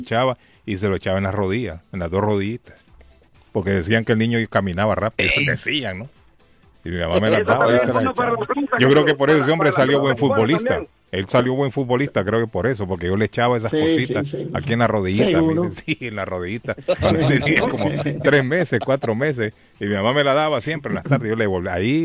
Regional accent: La Ceiba, Atlántida, Honduras; moved away; yo soy de la Ceiba.

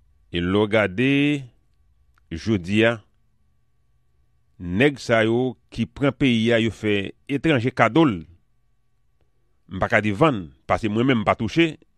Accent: Haiti; Parallèle à ça, je suis haïtien en général.

